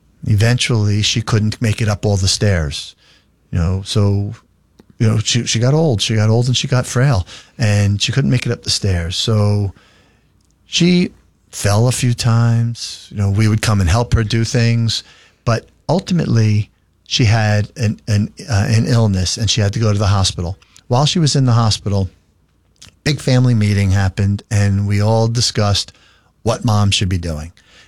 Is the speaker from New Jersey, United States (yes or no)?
yes; Edison, New Jersey, United States; But we found a fantastic one in the town that I grew up in Edison, New Jersey.